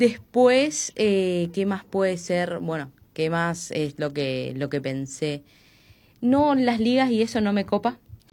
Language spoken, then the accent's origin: Spanish; Argentina; no somos racistas los argentinos